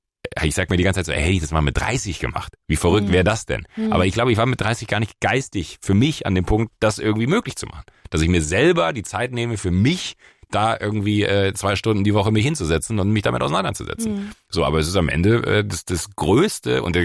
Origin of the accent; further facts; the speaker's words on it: Rhineland, Germany; Also ich bin im Rheinland da groß geworden, ich bin mit dem Fahrrad in irgendwelche Wälder gefahren, wir haben irgendwelche Hütten gebaut